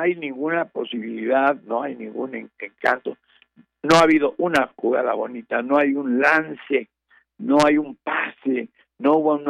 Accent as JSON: {"language": "Spanish", "country": "Mexico", "said": "como mexicanos nos puede, yo lo soy, me puede mucho observar el ridículo, la pena, la desgracia del fútbol mexicano"}